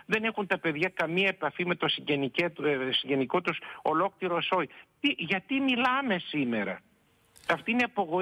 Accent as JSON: {"language": "Greek", "region": "Eastern Macedonia and Thrace", "country": "Greece", "tie": "born or raised there", "moved": "yes", "lives_now": "Athens, Greece", "said": "εγώ είμαι από την επαρχία πάνω από την Ορεστιάδα του Εύρου. Τώρα φυσικά επί 30 χρόνια είμαι κληρικός εδώ στην Ιεράρχη Επισκοπή Αθηνών."}